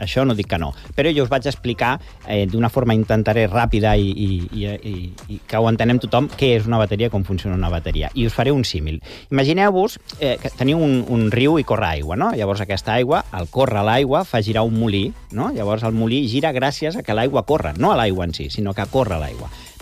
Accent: Galicia, Spain; now in Catalonia, Spain; jo soc de Galícia

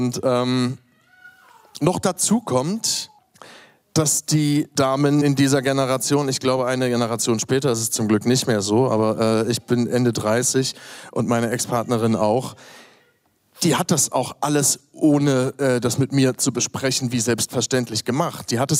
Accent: Dresden, Saxony, Germany; born or raised there; also born or lived in Berlin

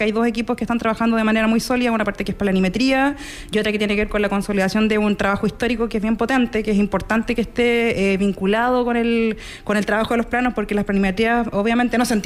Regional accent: Colombia; somos un equipo de dos personas que venimos de Columbia

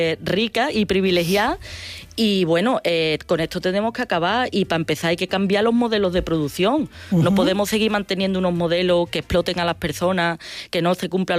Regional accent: Escacena del Campo, Andalusia, Spain; en mi pueblo, Escacena del Campo, no nos pasó, ¿no? No podemos seguir manteniendo estos modelos, y ya hablando de Huelva, hablando de respetar Doñana

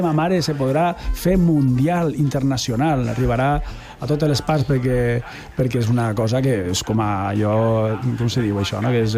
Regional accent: Vinaròs, Valencian Community, Spain; jo soc de Vinaròs

